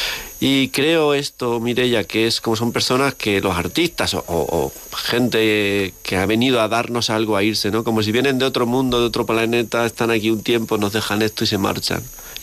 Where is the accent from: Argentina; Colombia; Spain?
Spain; Villahermosa, Castilla-La Mancha; por mi pueblo que es Villahermosa.